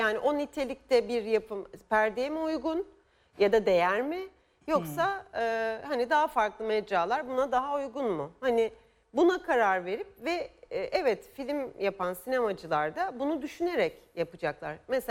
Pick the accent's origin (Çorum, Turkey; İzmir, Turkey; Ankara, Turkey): İzmir, Turkey; Bir İzmirli olarak